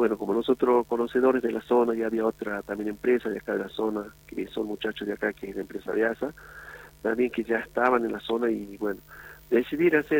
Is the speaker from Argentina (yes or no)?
yes; Antofagasta de la Sierra, Catamarca, Argentina; yo soy acá de Antofagasta, soy un proveedor minero de acá de la zona, conocedor también de la zona.